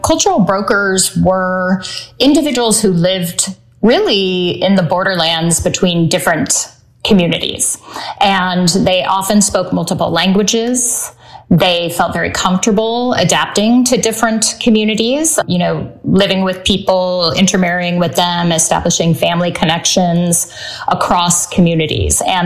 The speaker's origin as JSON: {"language": "English", "region": "Colorado", "country": "United States", "tie": "born or raised there", "moved": "as an adult", "said": "I grew up in Colorado till I was 17 years old. And then I left. I went to college. I came back every now and again and lived in Colorado for a couple months."}